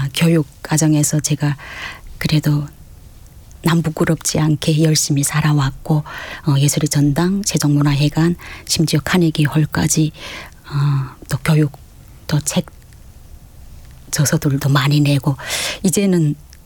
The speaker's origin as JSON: {"language": "Korean", "country": "North Korea", "also_born_or_lived": "Russia", "moved": "as an adult", "lives_now": "South Korea", "said": "뭐 북에서 왔어. 뭐 러시아에서 왔어. 뭐 이런 프레임을 다 거두고"}